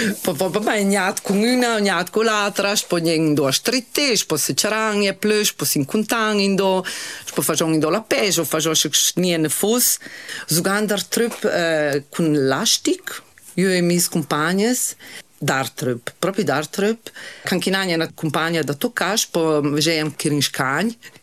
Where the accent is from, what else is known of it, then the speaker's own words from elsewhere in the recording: Corvara, Trentino-Alto Adige, Italy; Io sono cresciuta su a Corvara, io sono giù da scuola in Corvara.